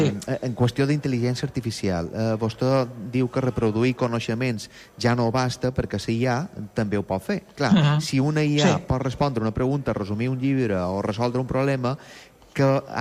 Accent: Balearic Islands, Spain; Doncs enhorabona a la Diada de Mallorca, com a mallorquí també, no?

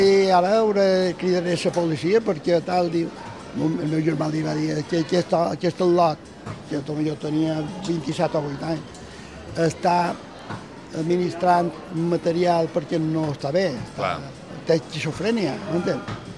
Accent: Palma, Balearic Islands, Spain; Quan vaig començar a caminar, ma mare pelava peus i jo estava a 50 metres de la nave dels xocs, de l'escorxador de Palma.

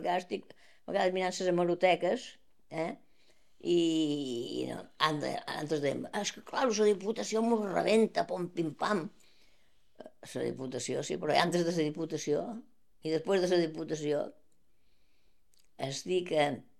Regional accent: Balearic Islands, Spain; born there; Jo, de Menorca, jo he nascut a Menorca, però a mi m'ha agradat molt tot el Louis Vicent.

